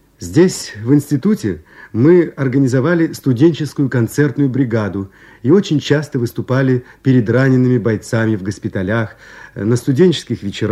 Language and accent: Russian; Altai Krai, Russia; now in Moscow, Russia; Я сибиряк, родился на Алтае.